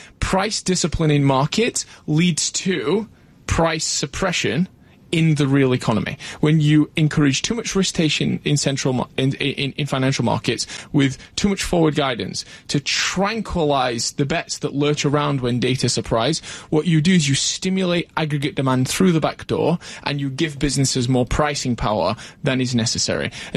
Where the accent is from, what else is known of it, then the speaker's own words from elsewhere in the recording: Sheffield, Yorkshire and the Humber, United Kingdom; I'm from Sheffield, I'm a yes. northerner.